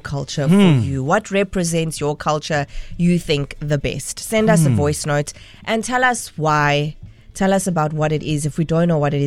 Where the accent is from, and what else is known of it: South Africa